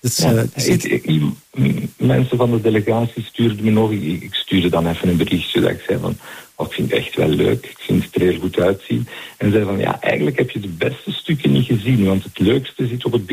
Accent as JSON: {"language": "Dutch", "country": "Belgium", "said": "als Belgen"}